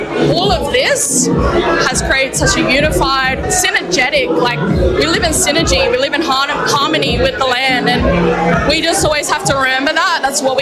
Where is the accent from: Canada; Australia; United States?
Australia; New South Wales; all the way from Angeldoo, 8 hours from Sydney. I grew up on Darul country